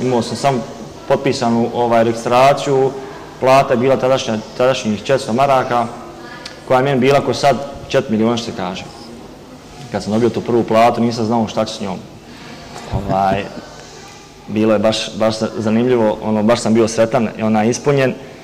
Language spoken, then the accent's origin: Bosnian; Ričice, Federation of Bosnia and Herzegovina, Bosnia & Herzegovina; Rahmetli Dido je prešao kasnije u Ričice i ja sam dosta djetinjstva provio Ričicama, sa očeve strane